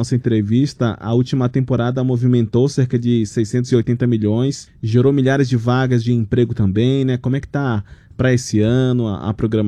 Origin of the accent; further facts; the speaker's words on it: Manaus, Amazonas, Brazil; eu sou do norte, sou de Manaus, e aí as nossas praias também são de água doce, né?